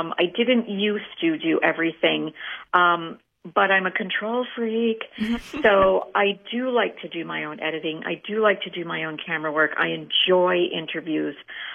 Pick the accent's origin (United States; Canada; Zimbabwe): United States; Winona, Minnesota; moved away as an adult; also born or lived in Chicago, Illinois / Denver, Colorado; I grew up in Winona, Minnesota, and then I left right after high school because I just wanted to get out in the world and mm-hmm. spent time overseas, went to Kansas University, mm-hmm. KU, lived in Chicago for 10 years